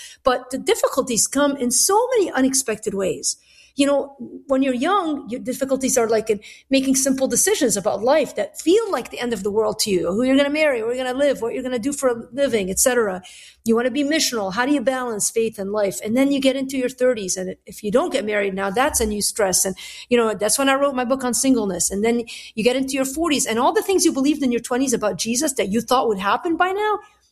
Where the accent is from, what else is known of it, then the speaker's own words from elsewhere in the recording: Lebanon; now in United States; Like, I'm Lebanese. I grew up in Lebanon.